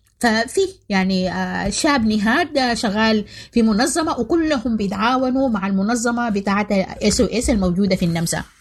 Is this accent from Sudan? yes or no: yes; Sudan; وكنت أنا يعني سودانية ناشطة ومعروفة بمواقفي الواضحة ضد سياسة الاتحاد الأوروبي